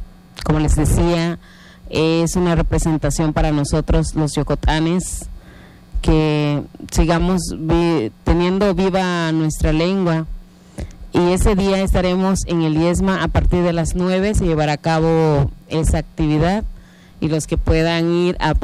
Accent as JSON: {"language": "Spanish", "country": "Mexico", "said": "lo que nos representa como mexicanos"}